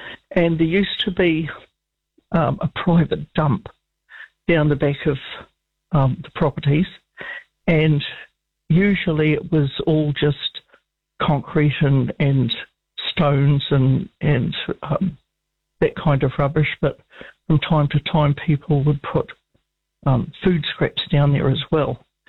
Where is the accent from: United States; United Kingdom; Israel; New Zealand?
New Zealand; moved away as an adult; also born or lived in Feilding; I'm 74 and I grew up in Queen Mary Avenue, which backs onto the Wow Creek.